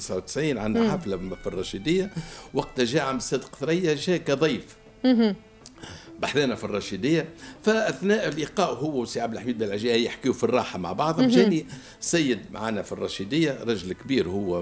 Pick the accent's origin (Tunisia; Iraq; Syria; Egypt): Tunisia; accent: Tunisian dialect